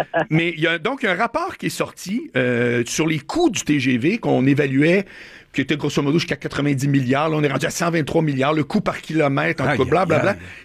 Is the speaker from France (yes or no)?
no; Quebec City, Quebec, Canada; moved away as an adult; now in Montreal, Canada; moi, je viens de Québec, j'habite à Montréal, ça fait à peu près 25 ans